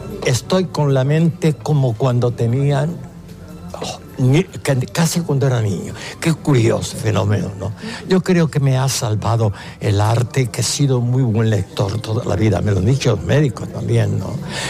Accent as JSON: {"language": "Spanish", "region": "Canary Islands", "country": "Spain", "said": "que soy religioso, que amo a la gente, que mi pueblo me quiere, que me he quedado en Canarias"}